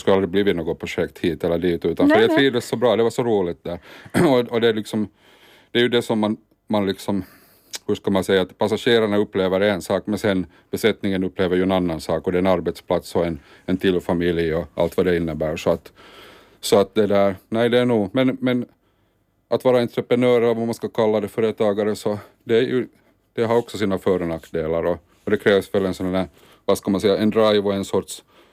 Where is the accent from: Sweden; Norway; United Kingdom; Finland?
Finland; Turku, Southwest Finland; first language Swedish; Men jag är ju själv finlandssvensk, så... Via det då så att det alltid varit modersmål och svenska då. Gått i svenska skolor i Åbo och sen då pratat svenska hemma då med familjen.